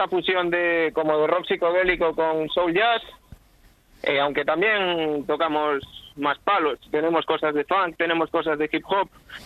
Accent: Galicia, Spain; also born or lived in Barcelona; somos los tres de Galicia.

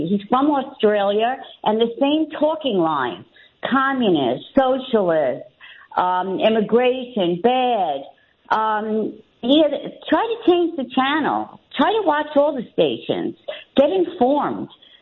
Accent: New York, United States; In 2025, I'm a little tired. I'm a New Yorker. We know Donald Trump.

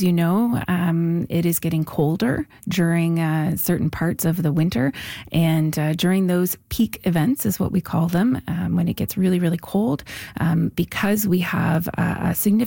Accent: the Maritimes, Canada; We're all from the Maritimes here.

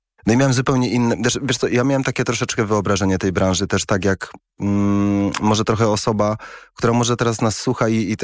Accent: England, United Kingdom; Polish is a second language; bo też wychowywałem się w Anglii i przyjechałem z Anglii i to było po prostu dla mnie naturalne.

